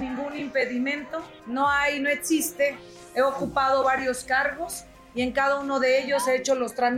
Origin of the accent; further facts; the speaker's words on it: Mexico; born there; Con orgullo lo dijo: soy mexicana por nacimiento.